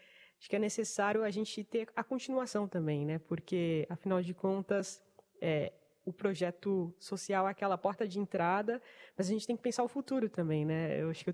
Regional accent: Cerquilho, São Paulo, Brazil; moved away as an adult; now in São Paulo, Brazil; Eu sou de Serquilha, uma cidade no interior do estado de São Paulo

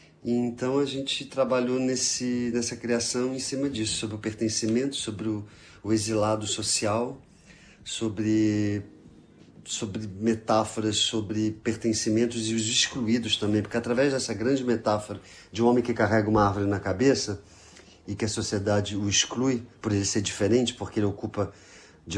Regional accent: Angola; moved away; also born or lived in Brazil / France; Eu vim de Angola, sou de família portuguesa, migrei para o Brasil, fui para a França, enfim.

